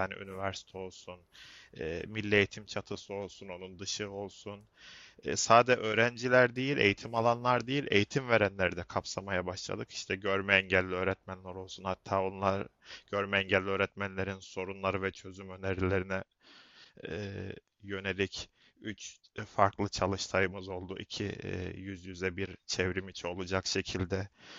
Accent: Tokat, Turkey; Tokatlıyım. Sosyal bilgiler öğretmeniyim. 16 yıl bitirdim. Tokat'ta yaşıyorum doğuştan.

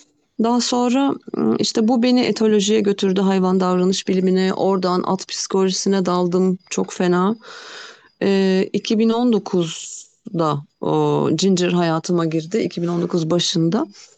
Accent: Kırklareli, Turkey; born there; 80, 1980 doğumluyum. Kırklareli doğumluyum.

